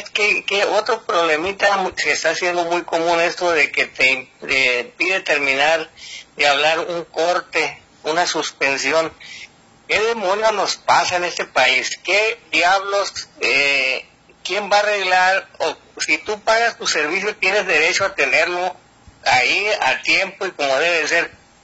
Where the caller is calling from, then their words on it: Mexico; como somos los mexicanos